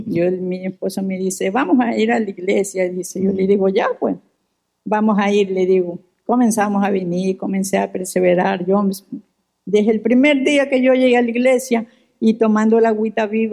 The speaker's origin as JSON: {"language": "Spanish", "town": "Daule", "region": "Guayas", "country": "Ecuador", "said": "Me dieron el pase aquí a Guayaquil porque yo soy de Daule."}